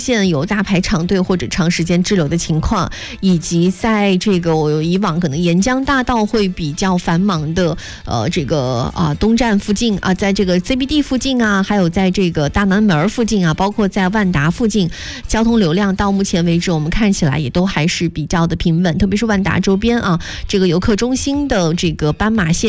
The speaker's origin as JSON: {"language": "Chinese", "town": "Yichang", "region": "Hubei", "country": "China", "said": "上千名宜昌球迷是跨越城域啊，赶赴金门客场，为我们的家乡的足球小子们来助威啊"}